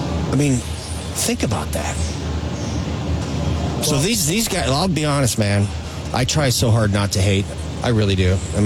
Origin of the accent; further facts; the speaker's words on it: Wisconsin, United States; I'm from Wisconsin